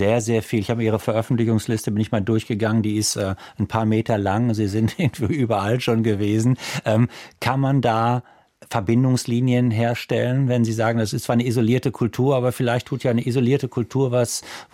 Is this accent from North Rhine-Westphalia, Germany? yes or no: yes; North Rhine-Westphalia, Germany; ich komme aus dem Dorf im Sauerland, gibt es bei uns wirklich was zu finden?